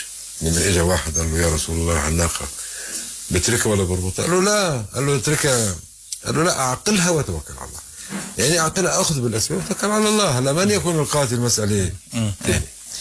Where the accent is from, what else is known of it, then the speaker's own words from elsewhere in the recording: Lebanon; ممنوعة كلبنانيين. فلسطين عم يدعموا الله يجزيهم الخير، بس لبنانيين لا